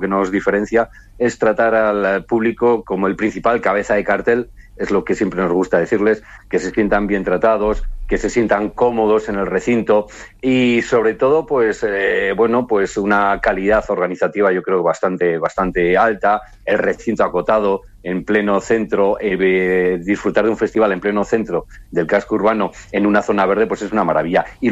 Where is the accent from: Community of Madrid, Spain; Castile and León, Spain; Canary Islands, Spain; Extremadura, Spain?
Castile and León, Spain; como somos los castellanos y leoneses.